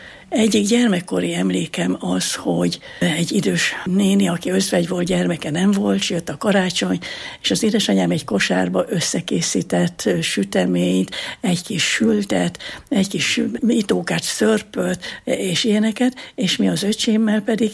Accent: Szikszó, Borsod-Abaúj-Zemplén, Hungary; born there; történetesen Szikszón születtem, tehát az ottani kisvárosba

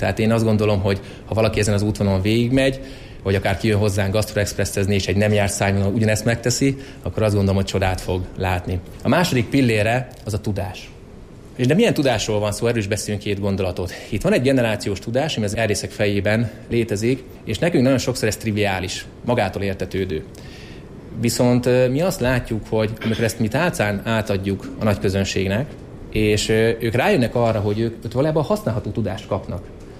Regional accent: Miskolc, Borsod-Abaúj-Zemplén, Hungary; mi is nagyon szeretjük miskolciként a Liafjordi kisvasutat

